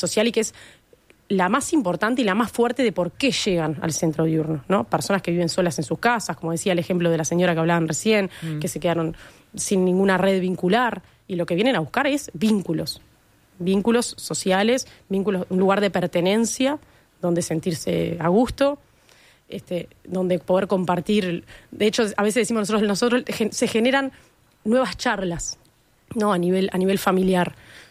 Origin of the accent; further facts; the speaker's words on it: Uruguay; Porque no somos los uruguayos.